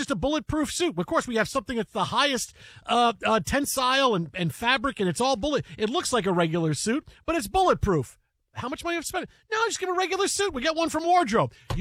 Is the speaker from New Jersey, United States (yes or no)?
no; New York, United States; And I grew up in New York, but I left and I moved back and I left and I moved back.